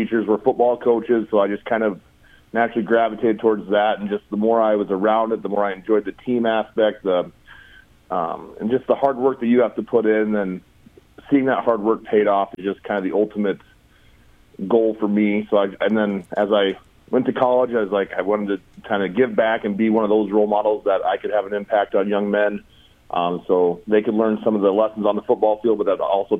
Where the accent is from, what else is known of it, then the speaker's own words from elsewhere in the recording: Jewell, Iowa, United States; I'm originally from Central Iowa, a little town called Jewell. Not many people know where it is, kind of just a little dot on the map.